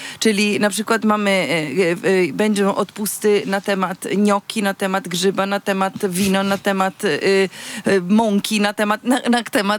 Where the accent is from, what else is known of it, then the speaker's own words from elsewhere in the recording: Italy; moved away; ja jestem z regionu Marche i Umbria